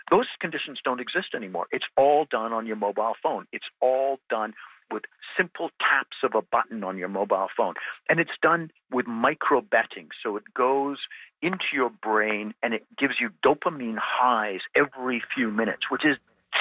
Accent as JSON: {"language": "English", "country": "Canada", "said": "And it boggles my mind as a Canadian why, when we legalized sports gambling a couple of years ago, why we just didn't take half an hour to just amend our criminal code"}